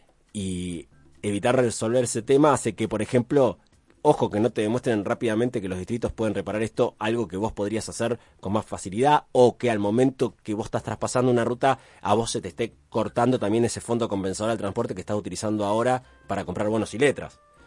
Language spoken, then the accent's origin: Spanish; Santa Fe, Argentina